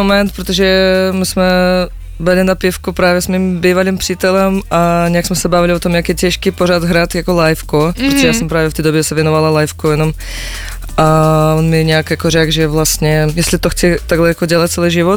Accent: Minsk, Belarus; moved away as an adult; now in Czech Republic; Já jsem byla na střední v Bělorusku, já právě pocházím z Minsku

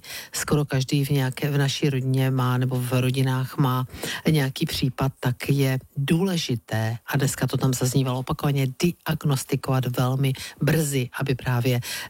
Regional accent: Brno, South Moravian Region, Czechia; a to říkám s obrovskou hrdostí vlase, protože jsem Brňačka

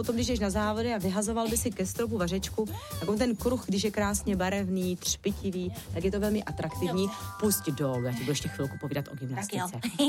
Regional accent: Kroměříž, Zlín Region, Czechia; Já jsem z Moravy. My tam tramvaj v Kroměříži nikdy neměli.

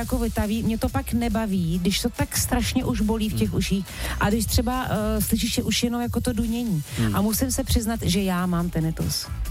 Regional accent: Prague, Czechia; řekla jsem, že jsem z Prahy

